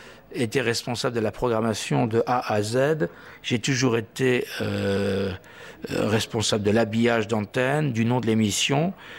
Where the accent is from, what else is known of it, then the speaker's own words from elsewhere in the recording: France; now in Luxembourg; Mais je reste toujours un Français habitant au Luxembourg, parce que c'est toujours ma carte de résident. Et j'entends y rester.